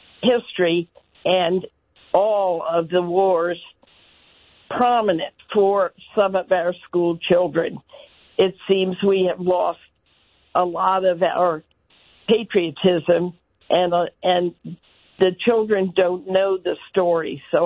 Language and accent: English; Arlington, Virginia, United States; I grew up in Arlington, Virginia, and I have been to Arlington Cemetery many times, and I have seen every single memorial.